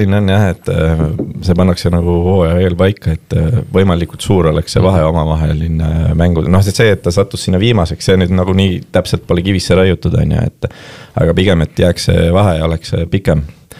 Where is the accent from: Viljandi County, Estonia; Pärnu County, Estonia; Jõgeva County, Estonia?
Pärnu County, Estonia; Kilingi-Nõmme; no ma olen sellisest kohast pärit nagu Kilingi-Nõmme , see on siis väike Pärnumaa linn